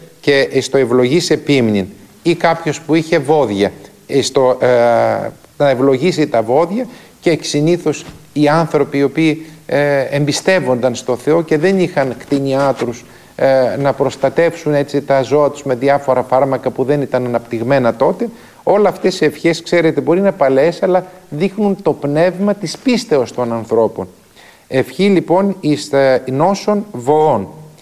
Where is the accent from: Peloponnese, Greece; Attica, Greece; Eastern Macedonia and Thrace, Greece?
Eastern Macedonia and Thrace, Greece; και ιδιαίτερα επάνω ενθυμούμε και στην πατρίδα μου τη Θράκη και στον Εύρο, και στο Σουφλί που είχαν όλα αυτά τα μεταξωτά